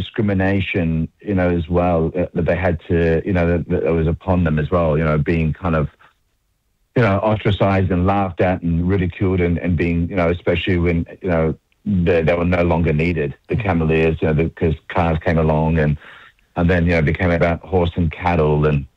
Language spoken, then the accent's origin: English; Melbourne, Victoria, Australia; I'm literally from Melbourne, and I came to Adelaide because I have some family here